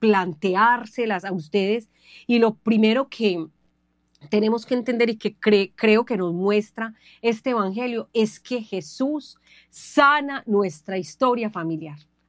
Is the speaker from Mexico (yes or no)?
no; Medellín, Antioquia, Colombia; Ah, nosotros somos de Medellín, Antioquia.